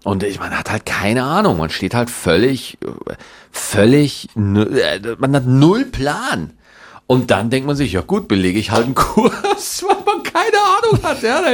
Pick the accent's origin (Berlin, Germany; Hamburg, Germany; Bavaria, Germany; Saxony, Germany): Bavaria, Germany; Schwarzach; accent: Bavarian; moved away; die Kindheit in Schwarzach war wohlbehütet, war schön